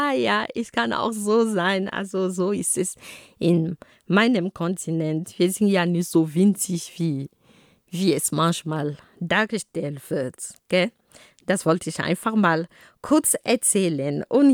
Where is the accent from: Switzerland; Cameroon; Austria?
Cameroon; Da, wo ich herkomme, ist es gut, ist es schön. Aber es gibt auch woanders, wo es auch gut und schön und auch groß sind. Ich erinnere mich gerade an eine Landkarte, die ich bei mir zu Hause, als ich in Kamerun war, hatte.